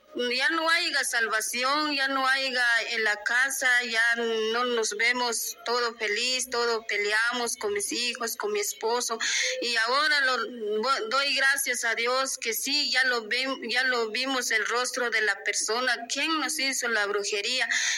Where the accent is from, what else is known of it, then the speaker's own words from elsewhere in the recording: Almolonga, Quetzaltenango, Guatemala; yo soy de Almalunga, aquí vengo a visitar a mi hermano.